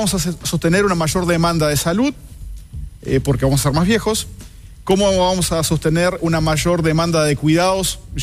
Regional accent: Uruguay

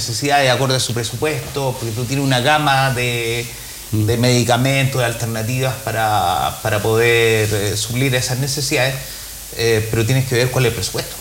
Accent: Putaendo, Valparaíso, Chile; also born or lived in San Felipe; yo soy de Rinconada de Silva

